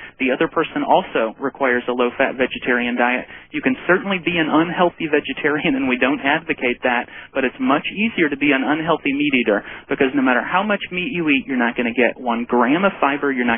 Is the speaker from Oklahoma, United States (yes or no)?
yes; Oklahoma, United States; my experience of cows growing up in Oklahoma